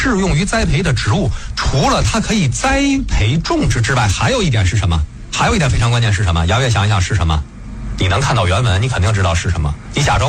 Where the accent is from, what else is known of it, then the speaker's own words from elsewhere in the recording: China; 我们中国人